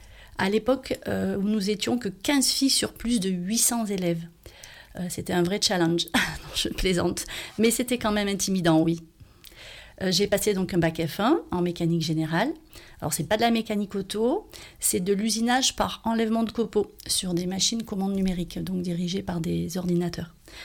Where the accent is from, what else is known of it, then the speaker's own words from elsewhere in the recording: Auvergne-Rhône-Alpes, France; Oui, je suis originaire du Sud-Ardèche entre Aubenas et le plateau du Coiron depuis de nombreuses générations comme beaucoup de gens ici.